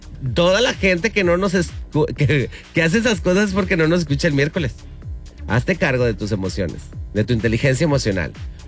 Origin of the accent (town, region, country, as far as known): Mexico